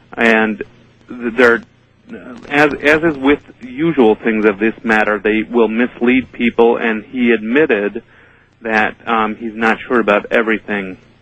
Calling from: San Diego, California, United States; Yes, I'm calling from San Diego

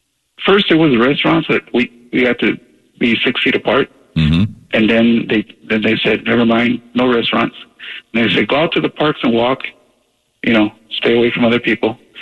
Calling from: El Paso, Texas, United States

